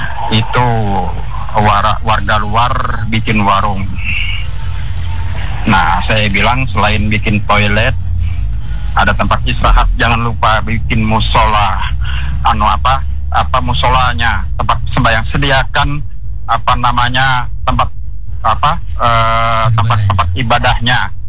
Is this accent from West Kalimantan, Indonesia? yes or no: no; East Kalimantan, Indonesia; Saya sebagai warga Kaltim, saya sebagai orang Kristen